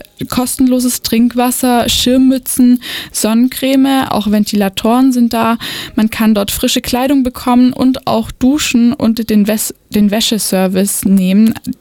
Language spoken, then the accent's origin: German; Rottweil, Baden-Württemberg, Germany; Da gibt es zum Beispiel in meiner Heimatstadt Rottweil auch eine, bei der ich mal war.